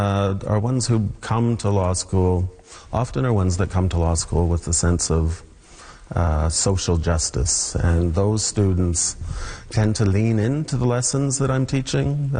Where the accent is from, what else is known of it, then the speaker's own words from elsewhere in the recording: west coast of Vancouver Island, British Columbia, Canada; I'm from the Toquat tribe. They're one of the Nechanoth First Nations. They're located on the west coast of Vancouver Island, very close to Euculet, between Euculet and Port Alberni in the Barkley Sound.